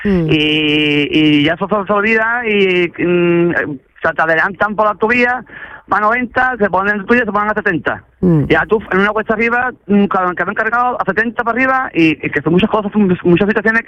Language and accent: Spanish; Jerez de la Frontera, Andalusia, Spain; Exacto. Yo soy de Jerez, claro.